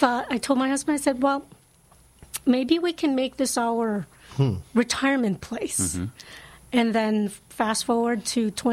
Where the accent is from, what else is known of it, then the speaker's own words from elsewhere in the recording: Chicago, Illinois, United States; moved away as an adult; now in Las Cruces, United States; Well, I'm from Illinois. South suburbs, actually from the south side of Chicago. And my husband and I moved here about 6 years ago.